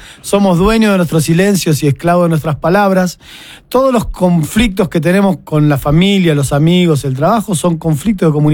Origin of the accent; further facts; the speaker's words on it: Argentina; now in Ecuador; Yo soy argentino y estoy acá en Ecuador